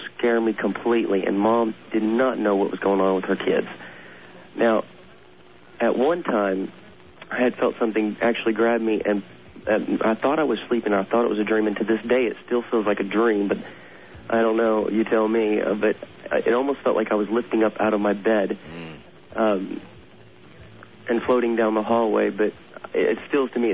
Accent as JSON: {"language": "English", "region": "Indiana", "country": "United States", "said": "I'm from Indiana. I'm private in the U.S. military, Army."}